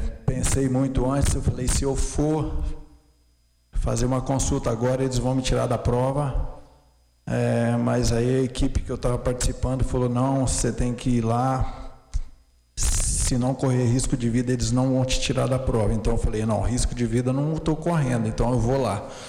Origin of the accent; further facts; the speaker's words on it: Domingos Martins, Espírito Santo, Brazil; moved away as an adult; now in Venda Nova do Imigrante, Brazil; eu sou natural de Domingos Martins, né? Próximo ali a Pedra Azul, mas moro em Venda Nova já há 3 anos